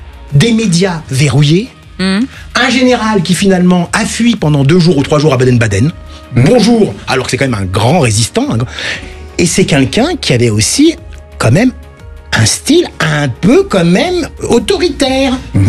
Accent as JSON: {"language": "French", "country": "Tunisia", "said": "Non, moi, je suis tunisien, d'origine tunisienne."}